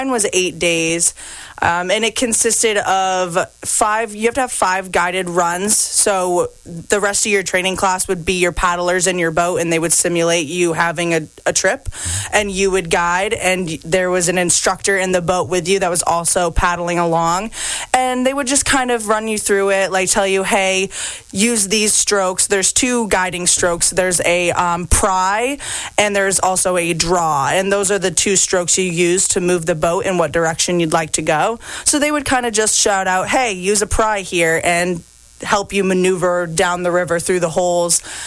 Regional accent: Skowhegan, Maine, United States; I am from Skowhegan, Maine.

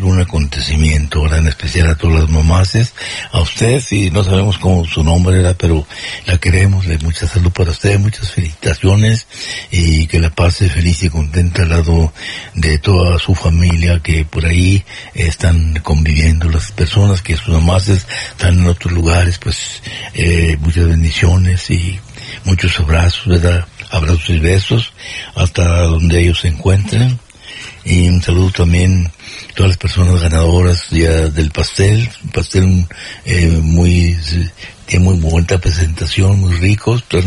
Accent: Texas, United States; Perrington, Texas, mi pueblo querido

